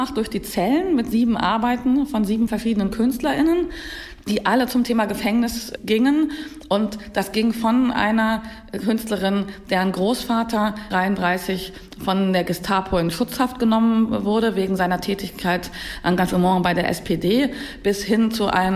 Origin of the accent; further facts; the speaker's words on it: Hanover, Lower Saxony, Germany; Bin gebürtig aus Hannover, komme immer noch gerne zu Besuch nach Hannover und vor allem auch nach Braunschweig.